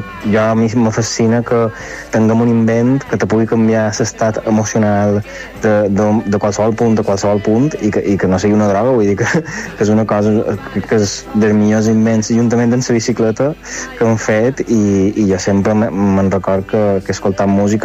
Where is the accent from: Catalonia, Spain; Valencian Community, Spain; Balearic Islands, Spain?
Balearic Islands, Spain; Palma; also born or lived in Sencelles / Sant Eugeni; Tot i que jo realment he crescut a Palma i he anat a escola a Palma i tot ho he fet a Palma realment, jo sempre m'he sentit que sóc d'allà, d'aquella zona, perquè els meus pares són d'allà